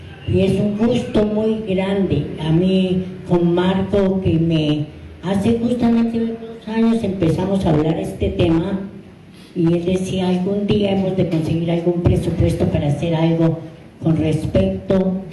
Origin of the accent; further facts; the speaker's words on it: Colombia; yo soy ecuatoriana colombiana, nacida y estudiada en Colombia.